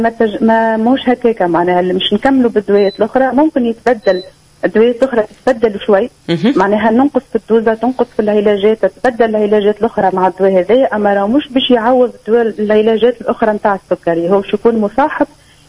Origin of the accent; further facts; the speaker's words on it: Tunisia; عندنا في تونس